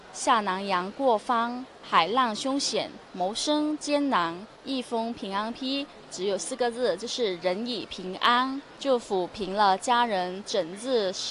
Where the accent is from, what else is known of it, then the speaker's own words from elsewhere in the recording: Chaoshan, Guangdong, China; 我们潮汕话叫 gabik，